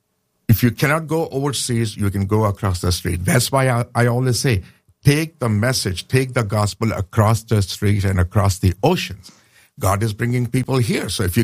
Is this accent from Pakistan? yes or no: yes; Pakistan; I said, I'm a Christian from Pakistan.